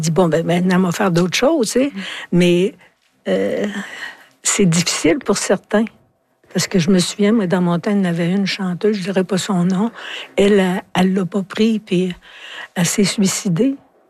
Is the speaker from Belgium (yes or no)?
no; Quebec, Canada; Mais tu sais, je viens de l'Abitibi